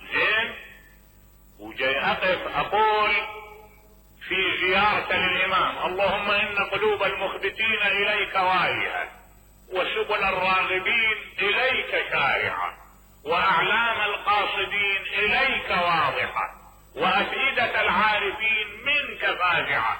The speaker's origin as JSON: {"language": "Arabic", "town": "Najaf", "region": "Najaf Governorate", "country": "Iraq", "said": "قال لي انت منين؟ قلت انا من النجف."}